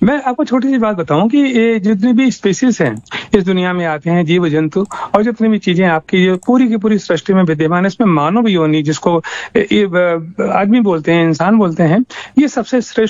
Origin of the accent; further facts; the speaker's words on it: Kanpur, Uttar Pradesh, India; मैं कानपुर शहर का निवासी हूँ और आपसे बहुत पहले से जुड़ा हुआ हूँ।